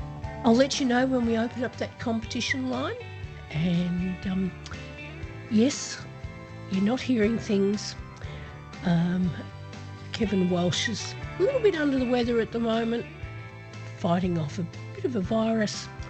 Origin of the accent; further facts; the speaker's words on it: Horsham, Victoria, Australia; broadcasting from my hometown of Horsham in Western Victoria. We're right in the heart of the Wimmera region.